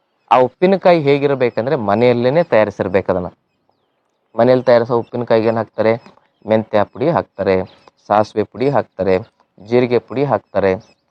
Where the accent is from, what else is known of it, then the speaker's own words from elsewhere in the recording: Karnataka, India; ನಮ್ಮೂರ ಕಡೆಗೆ, ನಮ್ಮ ಉತ್ತರ ಕರ್ನಾಟಕದಲ್ಲಿ ಗುರೆಳ್ ಚಟ್ನಿ ಅಂತಾರೆ